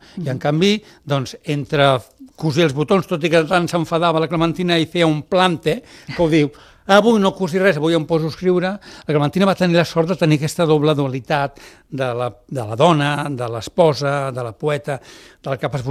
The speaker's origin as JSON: {"language": "Catalan", "town": "Reus", "region": "Catalonia", "country": "Spain", "said": "jo sóc de Reus"}